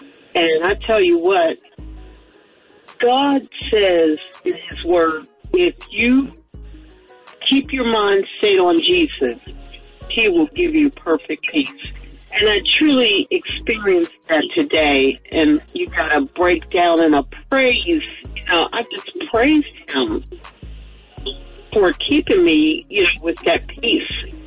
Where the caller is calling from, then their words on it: Atlanta, Georgia, United States; I'm in the Atlanta area.